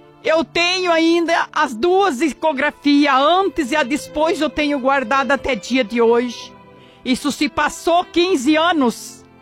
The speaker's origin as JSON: {"language": "Portuguese", "town": "Santa Terezinha de Itaipu", "region": "Paraná", "country": "Brazil", "said": "Eu não sou desta cidade de São Paulo, eu sou do Paraná, de Santa Terezinha de Itaipu."}